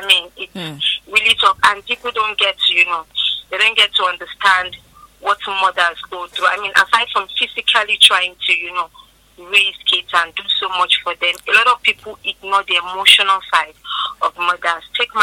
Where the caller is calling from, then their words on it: Abeokuta, Ogun, Nigeria; I'm calling from Abeokuta.